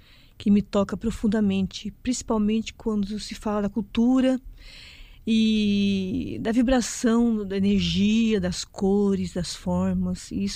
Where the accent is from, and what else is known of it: São Lourenço da Serra, São Paulo, Brazil